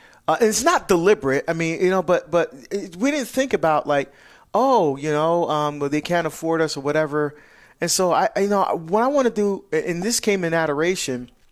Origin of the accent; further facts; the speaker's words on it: New Jersey, United States; born there; moved away; I go to my home state of New Jersey.